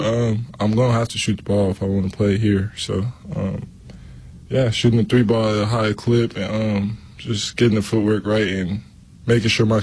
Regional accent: Las Vegas, Nevada, United States; Yeah, born and raised in Vegas, yeah. I grew up around, like, sports.

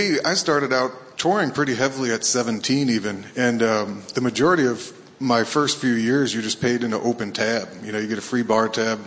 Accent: West Saugerties, New York, United States; Man, growing up, so I'm from West Saugerties, right outside of Woodstock, New York. And, you know, I'm an only child. So we lived out behind this cornfield out there.

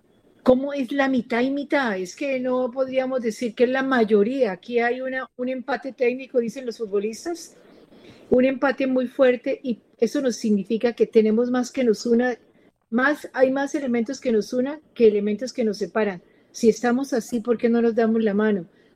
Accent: Colombia; todos somos colombianos

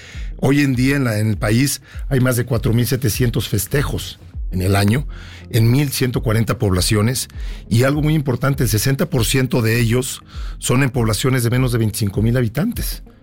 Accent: Mexico; nuestra identidad, nuestra cultura, nuestra forma de ser como mexicanos

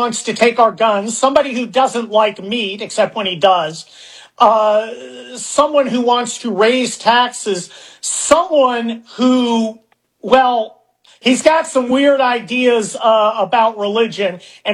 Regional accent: California, United States; Well, look, Attorney General Paxton, I'm a, look, I am a Californian. I'm coming back here to Houston. I lived here for 4 months while I was an infant.

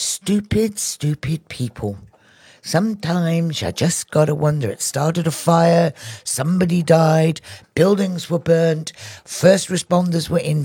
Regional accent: United Kingdom; moved away; Growing up in the United Kingdom

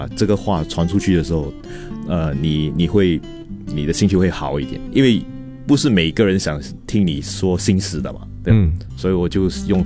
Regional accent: Guangdong, China; 我本身是广东人，所以我蛮喜欢粤语歌的。

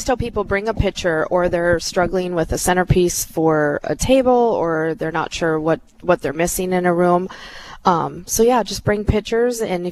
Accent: Bismarck, North Dakota, United States; moved away as an adult; So I'm from Bismarck originally, and he's from Richardson, North Dakota, and we left in 1990.

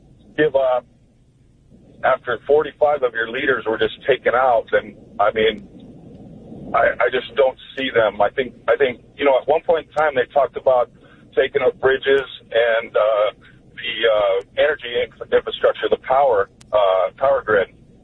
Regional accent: United States; You know, we grew up in the United States. You know, most of us have been taught that your word is everything, and you always want to tell the truth, and you always want to be honest.

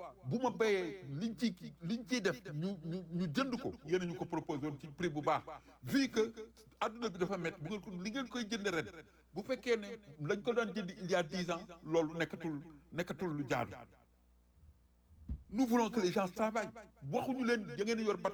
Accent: Senegal; En tant que Sénégalais

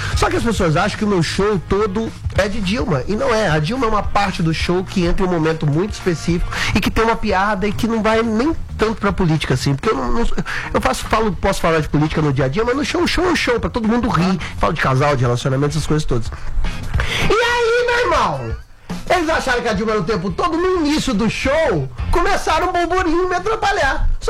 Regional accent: Guarani, Minas Gerais, Brazil; E eu doei tudo pra Guarani, minha cidade natal.

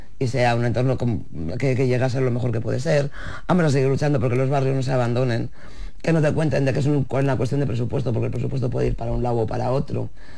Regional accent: Castile and León, Spain; aunque somos castellanos y celebramos Villalar.

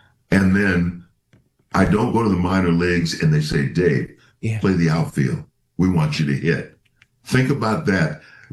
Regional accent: Minnesota, United States; The Vikings, my hometown, drafted me.

